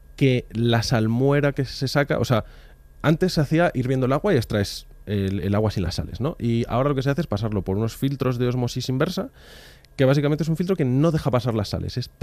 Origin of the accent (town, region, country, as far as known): Madrid, Community of Madrid, Spain